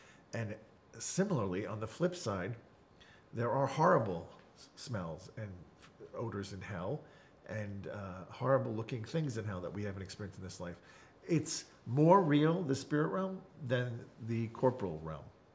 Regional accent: Long Island, New York, United States; when I was a lifeguard growing up on Long Island.

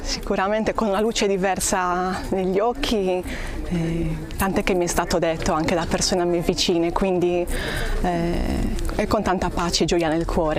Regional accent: Sennori, Sardinia, Italy; Io vengo dalla Sardegna, più precisamente Sennori, un paesino vicino Sassari.

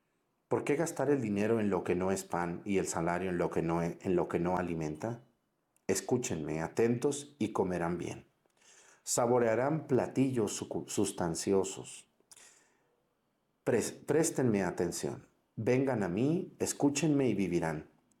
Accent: Mexticacán, Jalisco, Mexico; ustedes, que ya no viven en Mexticacán, pero quieren a mi pueblo

